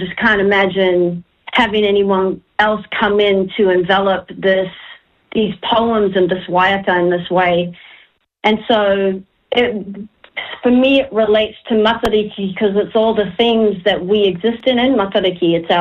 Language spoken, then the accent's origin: English; New Zealand; even though I compose mostly in English, really, truly, inside me, the things I'm carrying are from Te Ao Māori.